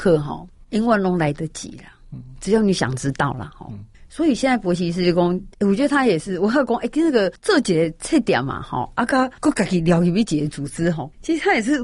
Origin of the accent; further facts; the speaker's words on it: Taichung, Taiwan; 我之前土生土长的台中人